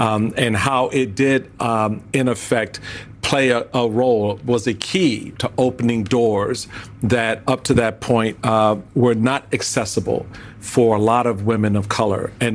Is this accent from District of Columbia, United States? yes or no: yes; Washington, District of Columbia, United States; growing up in Petworth in Washington, D.C., with a black mother who worked in a laundry